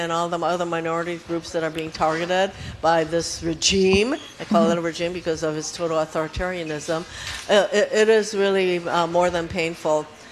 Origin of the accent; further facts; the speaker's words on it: Hawaii, United States; because, you know, I'm this kid from Hawaii.